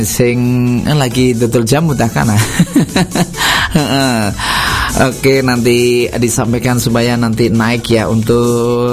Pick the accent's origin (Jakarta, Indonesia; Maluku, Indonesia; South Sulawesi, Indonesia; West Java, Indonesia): West Java, Indonesia; Indramayu; Kita wong Dermayu mah bahasane bahasa wong ngapak